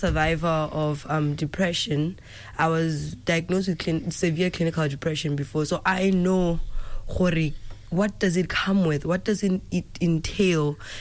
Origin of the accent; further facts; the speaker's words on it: Kanye, Southern District, Botswana; is a young woman, a Motswana woman, a mother, a worshipper, and a minister by calling. And I grew up in Kanye